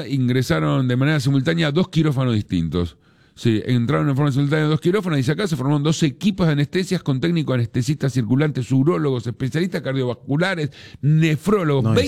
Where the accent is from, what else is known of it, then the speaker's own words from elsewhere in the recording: Bolivia; Yo como boliviano, 8:30 ya estamos cenando